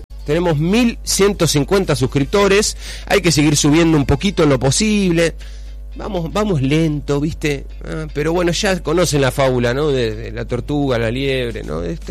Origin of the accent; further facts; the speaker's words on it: Argentina; A mí me parece que el presidente de la nación, en cualquier país, pero sobre todo en mi país, lo quisiera más cuidado.